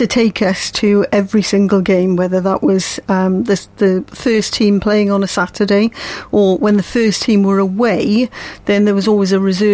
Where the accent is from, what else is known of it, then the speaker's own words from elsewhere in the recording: Swansea, Wales, United Kingdom; So I was born in Swansea, brought up in Swansea.